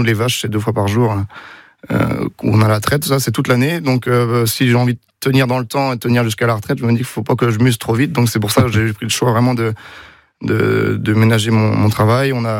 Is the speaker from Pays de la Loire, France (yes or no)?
yes; Saint-Berthevin, Pays de la Loire, France; Donc, moi, j'ai grandi à Saint-Berthevin, auprès de Laval.